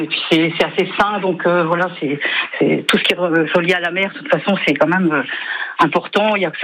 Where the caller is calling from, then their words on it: Cléder, Brittany, France; je suis à Cléder